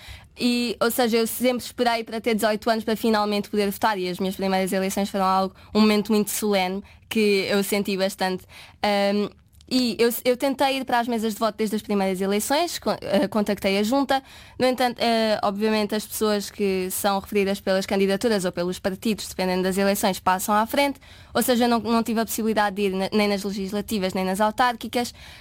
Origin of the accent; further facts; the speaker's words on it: Lisbon, Portugal; Sou de Lisboa, exatamente.